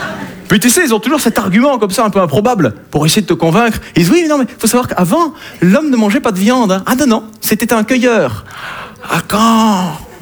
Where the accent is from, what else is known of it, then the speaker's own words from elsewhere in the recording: Southern France, France; Hein, je viens du sud de la France.